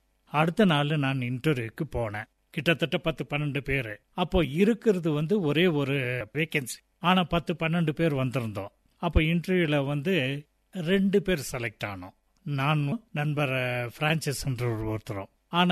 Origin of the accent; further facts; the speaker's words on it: Ooty, Tamil Nadu, India; born there; ரொம்ப அழகான ஒரு கிராமம் அது. அங்கே தான் நான் பிறந்தேன் அப்படின்ட்டு எங்கள் அம்மா அப்பா சொல்லுவாங்க. அங்கே பிறந்து அப்போல்லாம் ரொம்ப கஷ்டமான காலம்ன்றதுனால எங்கள் அப்பா வந்து இங்கே கூட்டிகிட்டு வந்துட்டார். எங்கள் அம்மாவை ஊட்டிக்கு கூட்டிகிட்டு வந்துட்டாங்க.